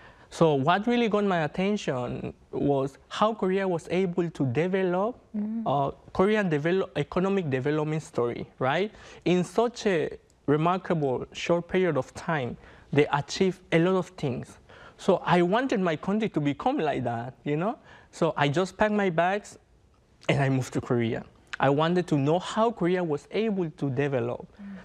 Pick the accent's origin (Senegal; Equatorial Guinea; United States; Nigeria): Equatorial Guinea; moved away as an adult; now in Busan, South Korea; I'm from Equatorial Guinea.